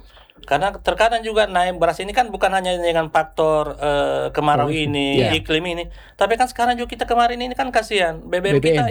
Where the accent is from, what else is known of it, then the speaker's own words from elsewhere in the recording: Eastern Indonesia, Indonesia; kita kan orang Timur ini